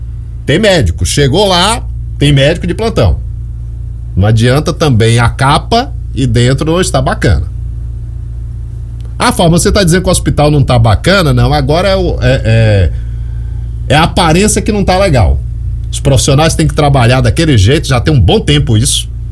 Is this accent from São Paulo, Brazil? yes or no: no; Feira de Santana, Bahia, Brazil; now in Serra do Ramalho, Brazil; Feira de Santana, minha cidade natal, que tem quase 700 mil habitantes.